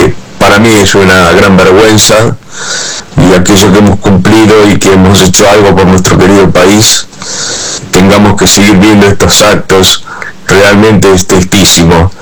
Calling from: Tandil, Buenos Aires Province, Argentina; yo lo llamo desde Tandil.

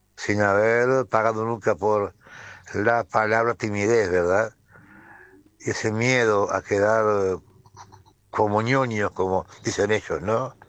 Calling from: Fray Bentos, Río Negro, Uruguay; me comunico desde Fray Bentos, Río Negro, República Oriental del Uruguay.

